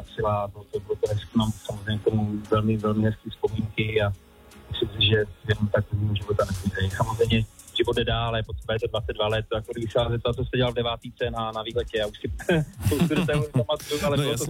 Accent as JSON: {"language": "Czech", "region": "Moravia", "country": "Czechia", "said": "ale vzhledem tomu, že jsem z Moravy, jo"}